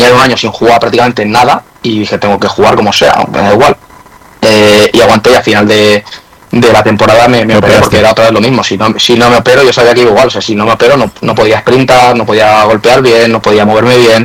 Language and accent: Spanish; Valencia, Valencian Community, Spain; Que mucha gente te piensa que soy de Cullera, pero soy de Valencia.